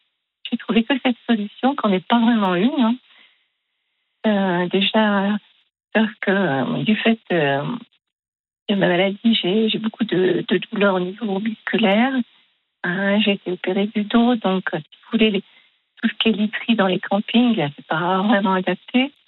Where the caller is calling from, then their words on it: Anglet, Nouvelle-Aquitaine, France; Eh bien là, je suis vers Anglette pour l'instant.